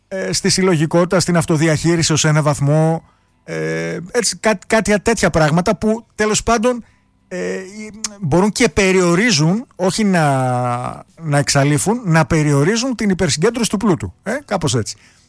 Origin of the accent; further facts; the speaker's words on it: Greece; ειδικά ως Έλληνες